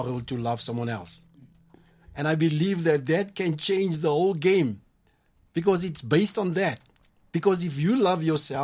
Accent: Johannesburg, Gauteng, South Africa; I grew up in Cheswick Flats, opposite the high school in Coronationville, at the flats.

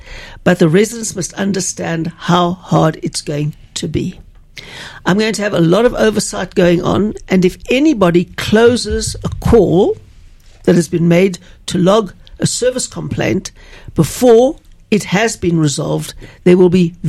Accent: Johannesburg, Gauteng, South Africa; I love Joburg. I was born in Joburg. I was raised in Joburg.

